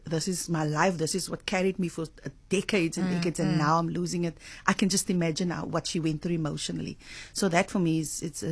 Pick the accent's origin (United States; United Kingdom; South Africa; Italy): South Africa; Western Cape; I'm from the Overberg.